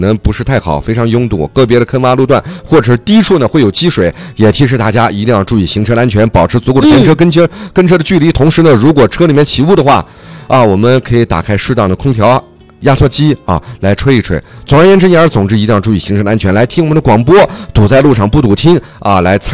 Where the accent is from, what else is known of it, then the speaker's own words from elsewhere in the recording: Xinjiang, China; 咱们新疆人说话都是